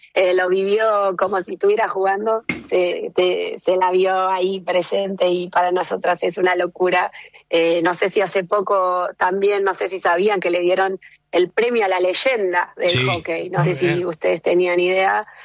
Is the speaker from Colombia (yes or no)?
no; Argentina; en Argentina tenemos un semillero de increíbles jugadoras